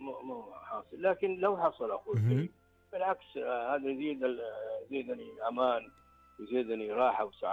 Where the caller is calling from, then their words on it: Saudi Arabia; وتعرف احنا مجتمع سعودي ومجتمع مترابط.